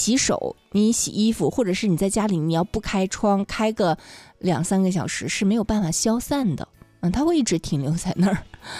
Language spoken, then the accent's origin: Chinese; Northeast China, China; 作为一个东北人，折耳根说实在的真的是有一点吃不惯。